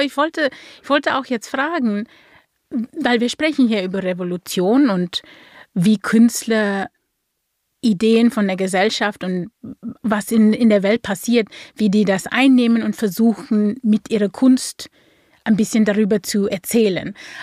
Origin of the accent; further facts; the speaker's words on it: Cape Town, Western Cape, South Africa; German is a second language; moved away; am Anfang bin ich in Kapstadt geboren. Ich war in einem braunen Gebiet mit Leuten, die braune, schwarze Leute sind.